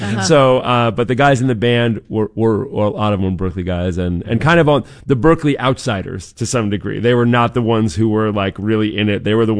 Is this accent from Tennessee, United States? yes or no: no; Boston, Massachusetts, United States; I grew up in Boston, and there was not a country station, especially at least when I was real young listening.